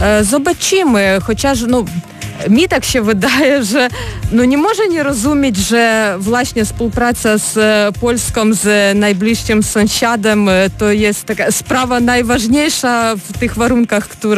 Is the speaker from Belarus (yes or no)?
no; Ukraine; now in Poland; jako Ukrainka mieszkająca w Polsce